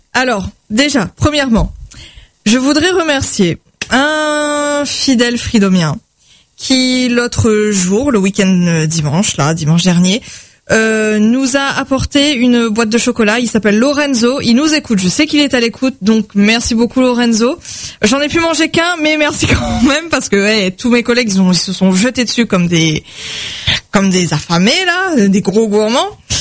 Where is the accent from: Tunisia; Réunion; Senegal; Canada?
Réunion; on est venu à dire qu'on vient de La Réunion